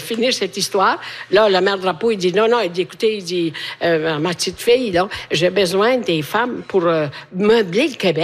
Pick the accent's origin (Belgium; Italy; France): Italy; Moi, j'ai pas de maison. J'ai rien. Puis c'est l'hiver. Chez nous, en Italie, il fait chaud.